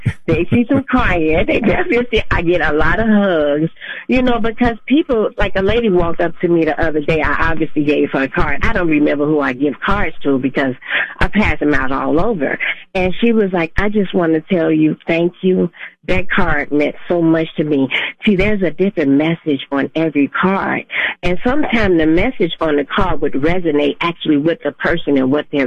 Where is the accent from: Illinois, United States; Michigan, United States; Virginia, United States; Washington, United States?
Illinois, United States; Chicago; now in Minnesota, United States; Okay, I'm not from here. I apologize. I am from Chicago.